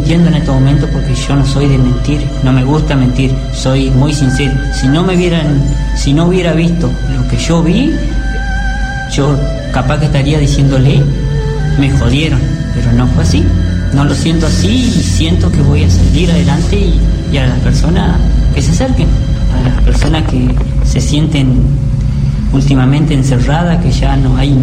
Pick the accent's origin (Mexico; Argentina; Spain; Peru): Argentina; Alvear; soy de Alvear.